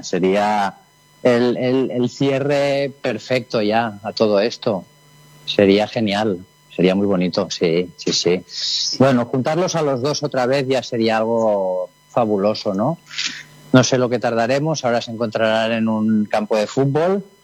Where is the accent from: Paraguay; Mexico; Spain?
Spain; Catalonia